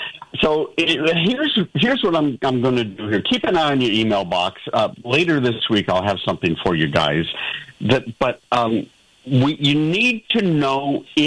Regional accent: Northeast, United States; I never had air conditioning growing up in the Northeast.

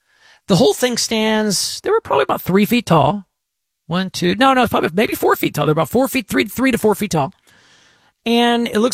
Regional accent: Texas, United States; when I was a kid growing up in Texas and my parents made me mow their lawn?

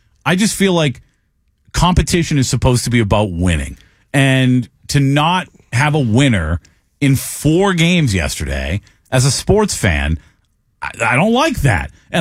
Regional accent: Massachusetts, United States; now in Tampa, United States; where I grew up in Massachusetts, it's not far from Cape Verde. We had I grew up around a ton of Cape Verdean people.

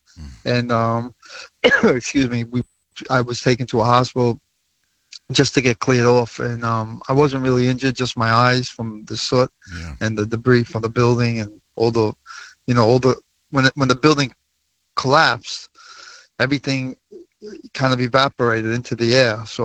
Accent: Brooklyn, New York, United States; born or raised there

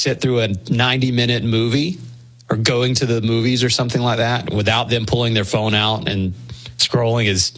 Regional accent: Southern United States, United States; accent: Southern; my Southern accent

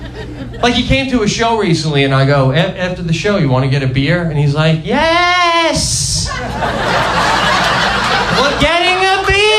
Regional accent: New York, United States; accent: New York; I got a New York one, though, so bear with me. I try not to swear too much, but I'm Italian from New York.

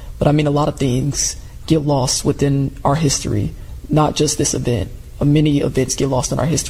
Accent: Chicago, Illinois, United States; Growing up in Chicago, sometimes I would look at our skyscrapers and think, are we next?

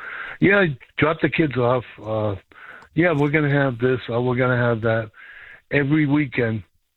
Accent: Somerville, Massachusetts, United States; now in Winchester, United States; I grew up in Somerville

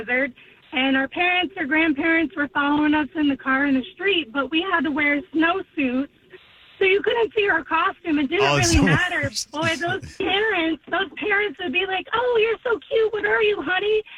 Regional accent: South Dakota, United States; now in Michigan, United States; I'm originally from South Dakota, born and raised. I've been in Michigan for almost 10 years now.

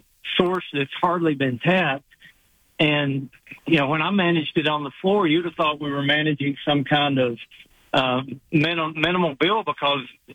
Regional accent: the South, United States; accent: southern; You may need an interpreter for my southern accent

